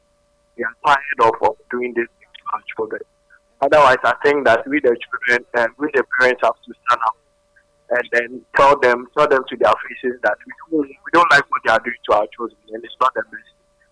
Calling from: Greater Accra, Ghana; So this is … I'm from Ablekuma.

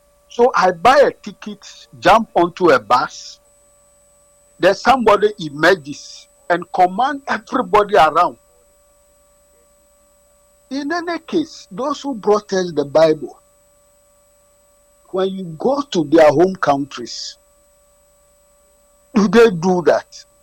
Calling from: Accra, Greater Accra, Ghana; calling from Accra.

